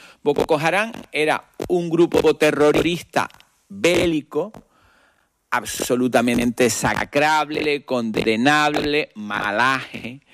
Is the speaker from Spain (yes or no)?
yes; Spain; soy muy español.